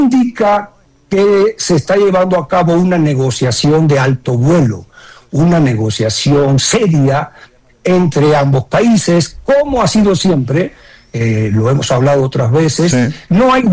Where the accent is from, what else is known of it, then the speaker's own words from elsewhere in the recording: Cuba; born there; yo nací en Cuba, así que hablo mucho.